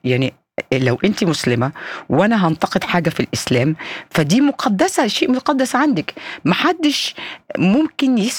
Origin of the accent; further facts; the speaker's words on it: Egypt; احنا عندنا في مصر للاسف الشديد كلمات عنصريه بنقولها على المسيحيين